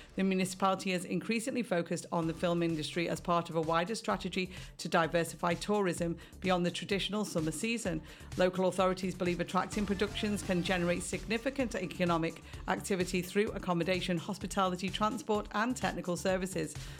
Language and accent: English; Calvià, Balearic Islands, Spain; I'm from the Calvia area, and we've seen a couple of things being filmed over there as well.